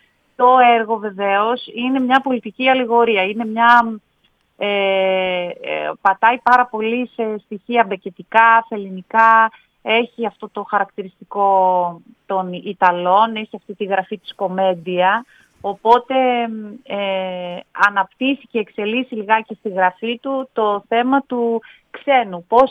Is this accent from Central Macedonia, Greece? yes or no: yes; Veria, Central Macedonia, Greece; moved away; also born or lived in Athens; στον τόπο που μεγάλωσα, όχι που γεννήθηκα, γιατί εγώ γεννήθηκα στην Αθήνα, αλλά μεγάλωσα στη Βέρεια